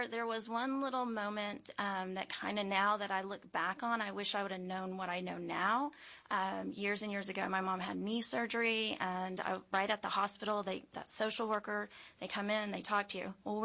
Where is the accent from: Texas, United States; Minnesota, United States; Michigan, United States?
Texas, United States; Fort Worth; moved away as an adult; So I'm actually a transplant, originally from the Dallas-Fort Worth area. Grew up in Fort Worth for many, many years. And we moved here now about 18, 19 years ago.